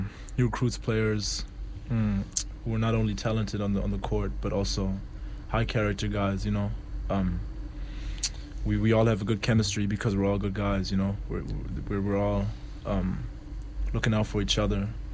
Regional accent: Berlin, Germany; moved away as an adult; now in New York, United States; I'm from Berlin, you know, it's a city, pretty metropolitan

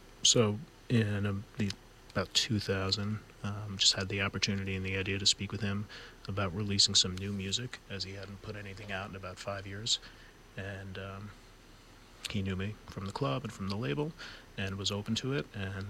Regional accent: New York, United States; I was born in New York and went to high school not that far away from here.

